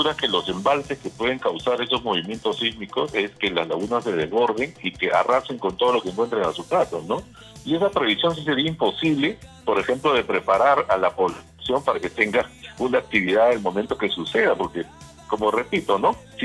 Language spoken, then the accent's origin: Spanish; Peru; todos somos peruanos